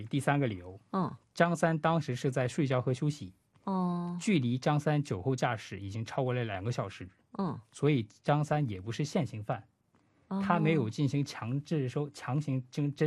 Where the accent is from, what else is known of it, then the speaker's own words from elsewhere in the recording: China; 就是其实我们中国人的话，尤其是中国人的话，我们所接受的这种警察的这个强制性跟韩国的警察的这个强制性不同的。